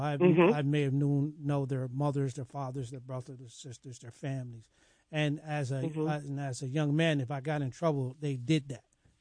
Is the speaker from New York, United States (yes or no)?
yes; Poughkeepsie, New York, United States; I grew up in Poughkeepsie